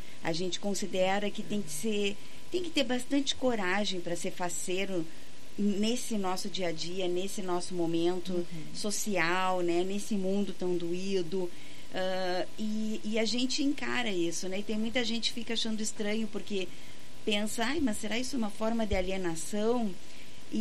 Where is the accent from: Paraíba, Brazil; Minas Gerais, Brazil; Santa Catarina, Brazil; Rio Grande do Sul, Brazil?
Rio Grande do Sul, Brazil; Uruguaiana; eu, que sou originária de Uruguaiana, tá? Nasci no mesmo ano da Califórnia, da canção nativa, amo a música nativista, né? Venho desse mesmo berço. Essas são minhas influências, são minhas raízes principais.